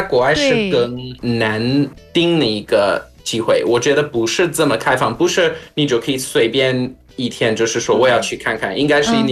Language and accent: Chinese; South Africa; 但是我们在南非最大的行业之一就是挖矿，就是黄金还有钻石什么的。所以我们小时候也有，我记得我们学校安排了带我们几个学生去看